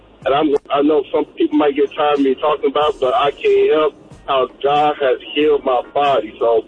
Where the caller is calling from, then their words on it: Columbus, Ohio, United States; calling from Columbus, Ohio.